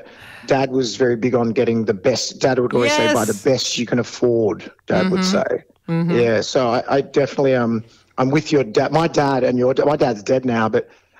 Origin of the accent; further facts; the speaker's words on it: Geelong, Victoria, Australia; I grew up in Geelong